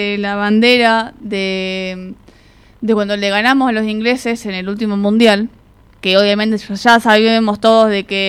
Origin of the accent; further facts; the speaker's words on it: Argentina; Somos argentinos los 365 días del año